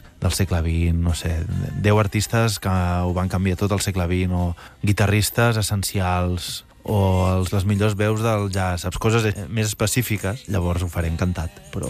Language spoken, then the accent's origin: Catalan; Vilanova i la Geltrú, Catalonia, Spain